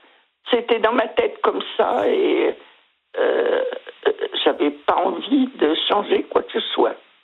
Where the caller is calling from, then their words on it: Mâcon, Bourgogne-Franche-Comté, France; lui est à Auxerre, moi je suis sur Mâcon.